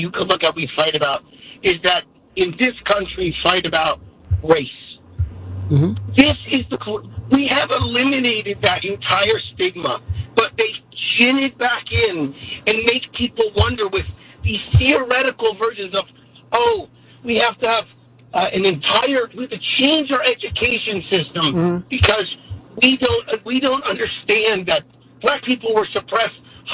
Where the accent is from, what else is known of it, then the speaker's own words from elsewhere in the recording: United States; And when I lived there, it's amazing as an American, this was almost about 18 years ago.